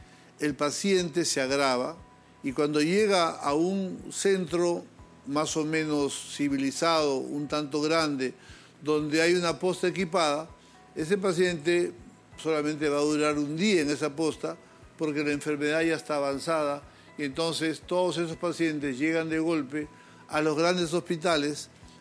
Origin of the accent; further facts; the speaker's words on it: Peru; como un ciudadano peruano que conoce mucho el Perú